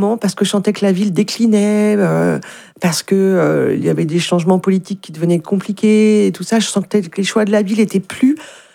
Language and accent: French; Le Mans, Pays de la Loire, France; moved away as an adult; also born or lived in Alençon / Auxerre / Besançon; Moi, je suis originaire je suis née au Mans. Et donc, j'ai été baignée, j'ai été éduquée par le Repas Jazz Festival.